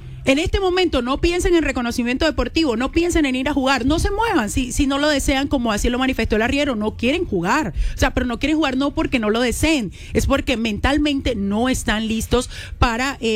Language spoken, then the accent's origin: Spanish; Colombia; lo que nos representa nosotros como colombianos.